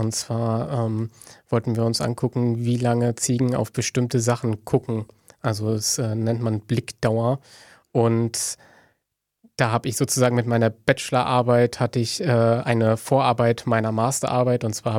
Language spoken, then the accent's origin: German; Mecklenburg-Vorpommern, Germany; now in Rostock, Germany; Wenn man ja hier aus Mecklenburg oder so wie ich aus Vorpommern kommt, dann stellt sich eigentlich sehr häufig nur die Frage, ob man in Greifswald oder in Rostock studiert.